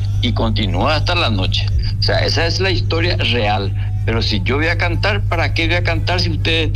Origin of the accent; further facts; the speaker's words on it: Chaco, Paraguay; todas las fiestas en el Chaco, de donde yo soy. Puerto Casado, Puerto Sastre, Puerto Guaraní.